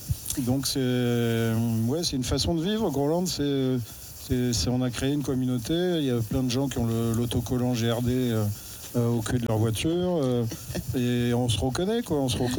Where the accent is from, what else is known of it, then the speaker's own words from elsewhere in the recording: Mauritius; je suis mauricien, moi.